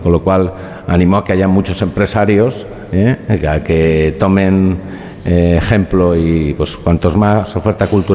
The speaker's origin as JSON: {"language": "Spanish", "region": "Valencian Community", "country": "Spain"}